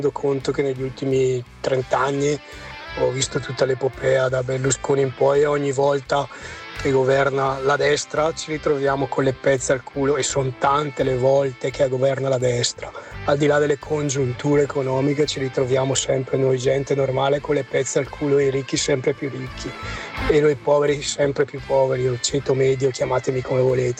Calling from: Brescia, Lombardy, Italy; Ho 53 anni, sono di Brescia

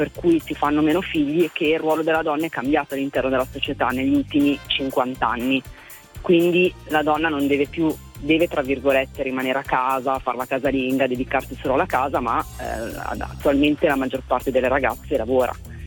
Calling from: Settimo Milanese, Lombardy, Italy; Da Settimo Milanese.

